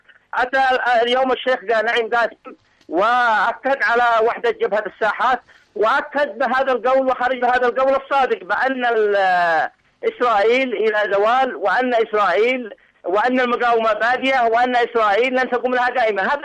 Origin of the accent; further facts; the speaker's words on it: Yemen; كيمنيين كعرب كمسلمين